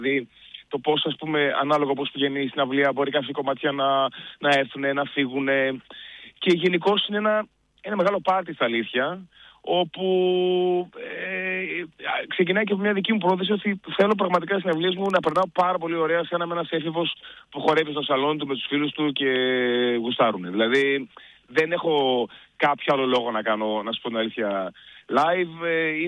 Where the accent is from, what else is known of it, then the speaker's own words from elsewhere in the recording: Thessaloniki, Central Macedonia, Greece; now in Athens, Greece; εγώ είμαι από τη Θεσσαλονίκη, όπως μπορεί να γνωρίζετε.